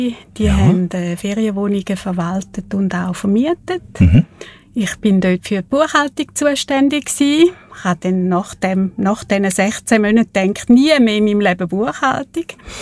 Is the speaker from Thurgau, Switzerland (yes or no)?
yes; Frauenfeld, Thurgau, Switzerland; Ich komme, bin eine waschechte Thurgauerin, bin auf einem kleinen Bauernhof aufgewachsen und wir haben dann in die zweite Klasse haben wir dann auf Frauenfeld gezügelt.